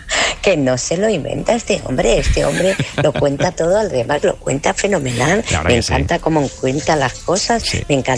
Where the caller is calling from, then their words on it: Spain; de San Blas.